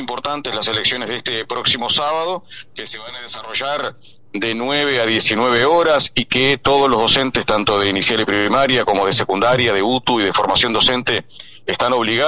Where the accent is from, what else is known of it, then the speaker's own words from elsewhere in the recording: interior, Uruguay; la mayoría de quienes integramos la lista somos del interior, yo mismo soy del interior del país, y de hecho recorro todo el país desde hace muchos años